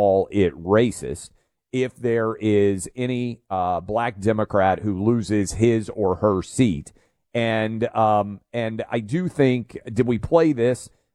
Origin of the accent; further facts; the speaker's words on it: Nashville, Tennessee, United States; my hometown of Nashville has been awarded the Super Bowl in 2030